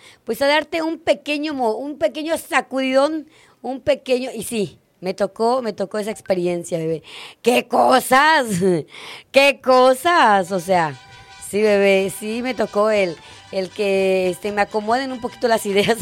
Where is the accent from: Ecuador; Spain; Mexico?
Mexico; Esto de ser mexicanos